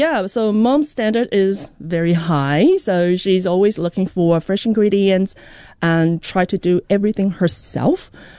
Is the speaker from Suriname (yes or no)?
no; Taipei, Taiwan; now in Auckland, New Zealand; Growing up in Taipei.